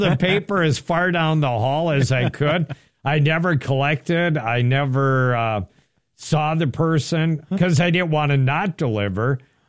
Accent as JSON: {"language": "English", "town": "Willmar", "region": "Minnesota", "country": "United States", "tie": "born or raised there", "said": "growing up in Wilmer"}